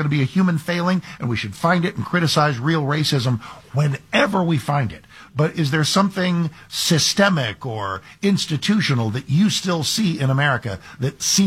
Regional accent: Texas, United States; born there

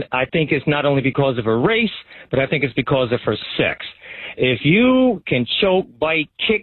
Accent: New Jersey, United States; now in Ellicott City, United States; I grew up in New Jersey.

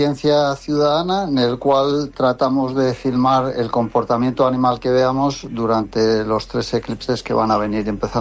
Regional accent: Spain; moved away as an adult; now in England, United Kingdom; me gustaría también volcarlo en mi país, ¿no?, en España

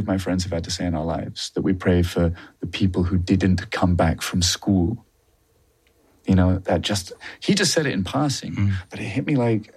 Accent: United Kingdom; because I'm a Brit, I was nervous I was going to get dehydrated

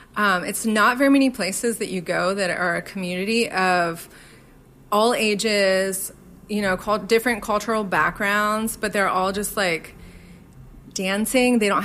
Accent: Louisiana, United States; now in Nashville, United States; I moved here from Southwest Louisiana 11 years ago, and I realized that I was already a musician.

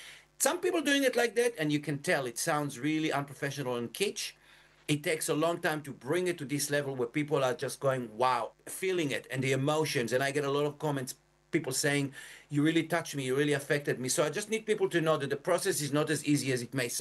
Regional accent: Yad Mordechai, Southern District, Israel; born or raised there

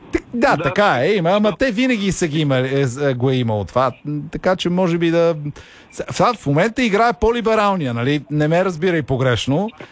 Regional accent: Sofia, Sofia City, Bulgaria; Той винаги ми е казвал, че аз съм софиянец и за мен планината е вид, нали, моята планина е Витоша

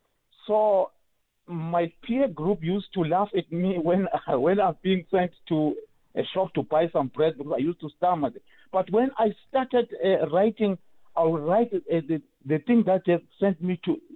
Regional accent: South Africa; first language Swati; English is a second language; My barrier is that I was studying Zulu by then, not my mother tongue, Swati.

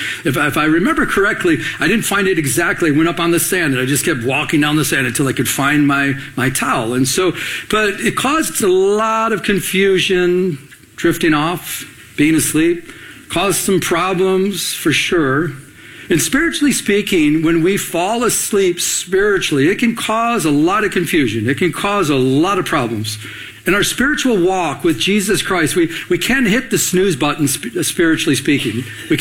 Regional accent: Michigan, United States; growing up in Michigan, there's a lot of lakes, and one of the places I would go to is the beach. It was Metro Beach there at Lake St. Clair.

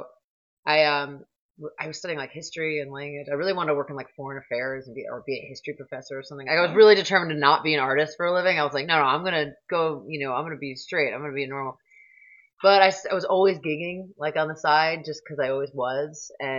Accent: New York City, New York, United States; also born or lived in New Jersey; So I was born in the city. I kind of grew up, you know, I say Jersey, and I wouldn't say I'm only from Jersey. So I kind of grew up in the New York theater world

